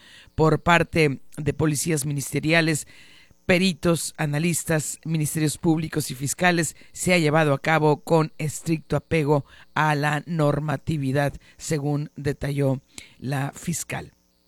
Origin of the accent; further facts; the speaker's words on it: Mexico; ¿Cómo somos los mexicanos de dejar a ver a última hora, pues?